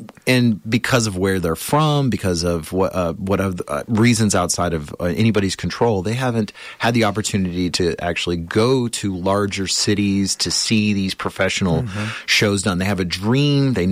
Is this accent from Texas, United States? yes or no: yes; Texas, United States; moved away; I was from Texas, middle of nowhere Texas. You know, my I don't come from money in any way